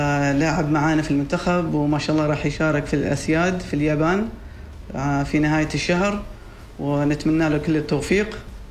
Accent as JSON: {"language": "Arabic", "country": "Oman", "said": "الملاعب جميلة الحمد لله اللي عندنا في عمان"}